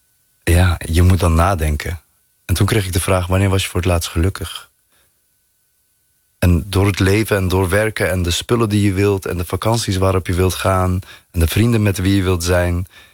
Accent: North Brabant, Netherlands

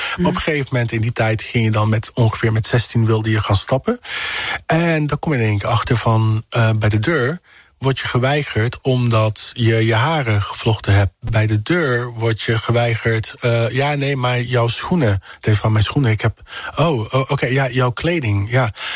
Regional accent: Tilburg, North Brabant, Netherlands; born there; also born or lived in Curaçao, Netherlands Antilles; ik heb echt de periodes meegemaakt, voornamelijk in Tilburg.

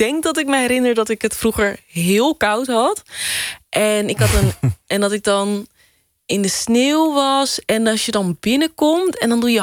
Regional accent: Culemborg, Gelderland, Netherlands; Ik had veel Surinaamse familie in Nederland. En ook waar ik ben opgegroeid, in Culemborg.

